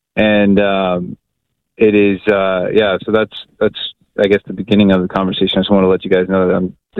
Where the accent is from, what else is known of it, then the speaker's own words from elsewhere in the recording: Atlanta, Georgia, United States; the Archdiocese of Atlanta, of course, in my hometown.